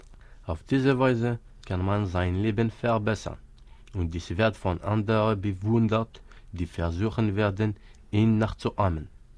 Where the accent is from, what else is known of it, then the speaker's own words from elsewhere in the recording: Kabylie, Algeria; first language Kabyle; German is a second language; moved away; ich komme aus Algerien. Meine Muttersprache ist Kabelisch.